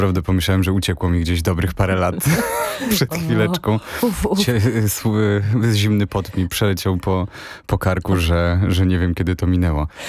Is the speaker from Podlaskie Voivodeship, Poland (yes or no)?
yes; Białystok, Podlaskie Voivodeship, Poland; moved away as an adult; No bo stamtąd pochodzę. Prawda? Tam się urodziłem, na Bojarach, w samym centrum.